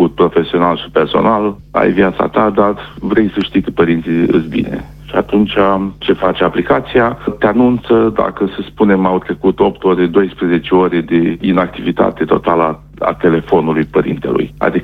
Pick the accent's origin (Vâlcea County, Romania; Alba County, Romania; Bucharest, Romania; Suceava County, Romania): Suceava County, Romania; Când eram mic, mă ducea cu ea prin tot județul, eram din Suceava. Mă ducea prin tot județul Suceava